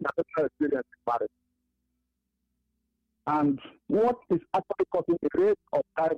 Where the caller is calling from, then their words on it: Benue, Nigeria; I'm calling from Benue State